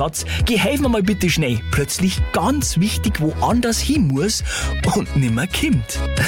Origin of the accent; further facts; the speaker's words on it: Bavaria, Germany; Ein Beizer heißt man bei uns einen